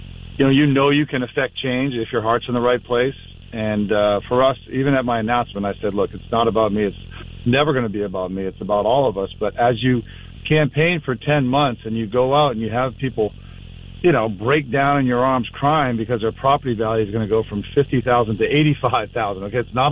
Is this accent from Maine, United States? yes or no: yes; Maine, United States; I grew up in Maine. My wife grew up in Maine. Our kids did. They all went to the same high school I did. We still have one in school. So we're experienced with, you know, real life in Maine from our whole childhood here and our kids' childhood here.